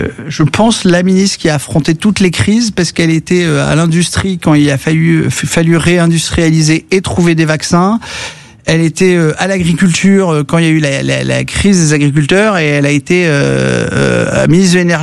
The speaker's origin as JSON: {"language": "French", "region": "Hauts-de-France", "country": "France", "said": "je viens du bassin minier du Pas-de-Calais."}